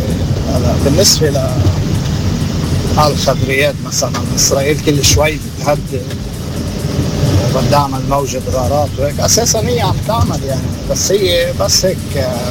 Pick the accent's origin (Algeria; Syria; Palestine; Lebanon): Lebanon; Nabatieh Governorate; انا ضيعتي، انا من الجنوب، ضيعتي بالنبطية، من ضيع النبطية